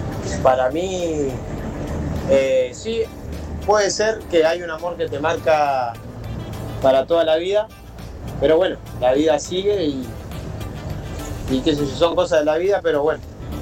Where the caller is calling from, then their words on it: Entre Ríos, Argentina; de Entre Ríos.